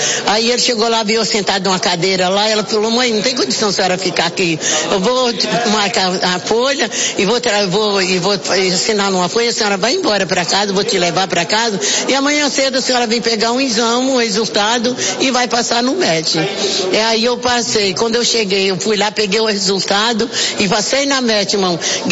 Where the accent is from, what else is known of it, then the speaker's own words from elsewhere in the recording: São Paulo, Brazil; Eu sou do Imperador.